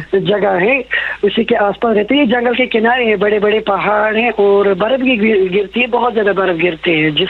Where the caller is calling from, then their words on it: Jammu and Kashmir, India; मैं सेंट्रल कश्मीर से बात कर रहा हूँ, जिला बड़गाम में हमारा गांव पड़ता है।